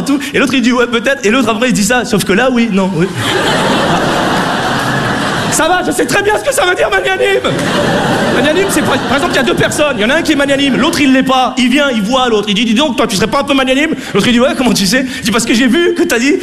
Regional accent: France; born there; je suis né en France, je parle français, je paie mes impôts en France, j'ai fait mes études en France

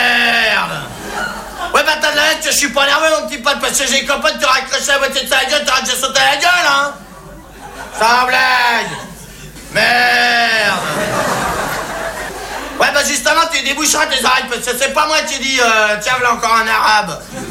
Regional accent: France; Les français, c'est des cons, oui, ben je suis bien placé, hein, je suis français.

